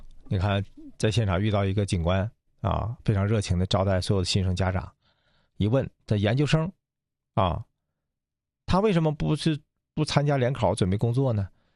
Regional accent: Changchun, Jilin, China; 还是喜欢我们这个长春，适合宜居。

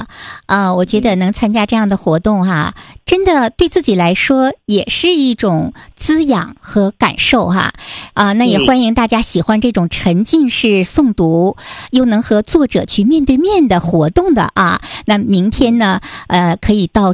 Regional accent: Northeast China, China; 在我们的黑土地下啊，在我们生于斯长于斯的这片沃土上

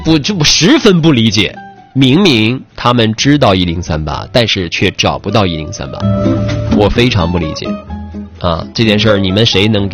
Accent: Jilin, China; 咱们吉林人

